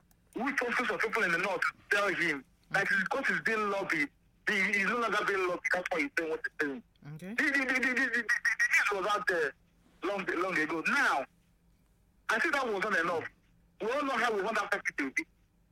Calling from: Enugu, Enugu State, Nigeria; I'm calling from Enugu.

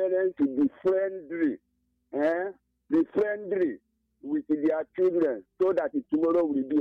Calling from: Ebonyi, Nigeria; I'm calling from Isoko, Minonica, local government area of Ebonyi.

